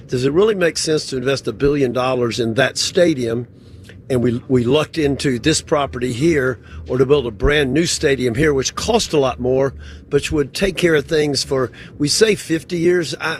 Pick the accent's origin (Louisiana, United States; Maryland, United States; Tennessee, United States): Tennessee, United States; I will relay a story from my home state of Tennessee